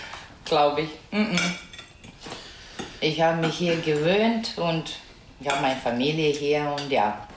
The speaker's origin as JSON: {"language": "German", "country": "Serbia", "second_language": "German", "moved": "as an adult", "said": "ich als Serbe"}